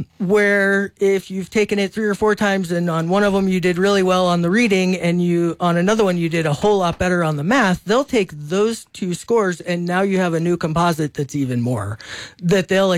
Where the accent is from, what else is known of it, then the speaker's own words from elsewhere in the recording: Lubbock, Texas, United States; moved away as an adult; now in New Mexico, United States; I grew up in Lubbock